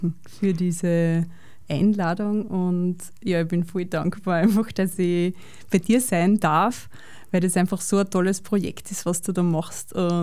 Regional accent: Steyr, Upper Austria, Austria; born there; now in Linz, Austria; Ich bin in Steyr geboren und habe dann sehr bald meinen Freund und meinen jetzigen Mann kennengelernt.

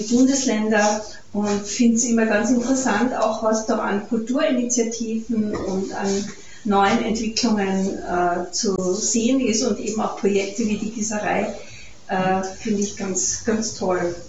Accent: Carinthia, Austria; now in Vienna, Austria; Ich lebe in Wien, wie die Judy schon gesagt hat, aber ich bin keine Wienerin, ich bin eine Kärntnerin, komme aus einer Stadtbezirkshauptstadt, die ungefähr so groß ist wie Ried, aber zum Beispiel kein Gefängnis hat

